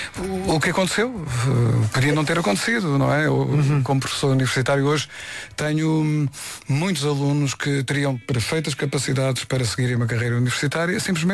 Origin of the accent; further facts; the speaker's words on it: Setúbal, Portugal; Corresponde de Setúbal, na minha cidade natal.